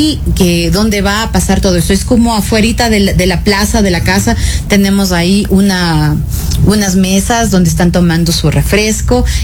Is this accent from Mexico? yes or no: no; Quito, Pichincha, Ecuador; Yo soy quiteña.